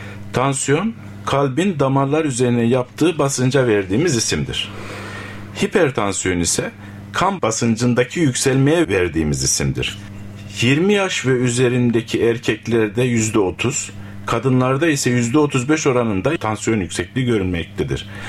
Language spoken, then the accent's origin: Turkish; Cyprus; moved away as an adult; also born or lived in Ankara; 1966 Kıbrıs doğumluyum. İlk orta ve lise tahsilimi Kıbrıs'ta tamamladıktan sonra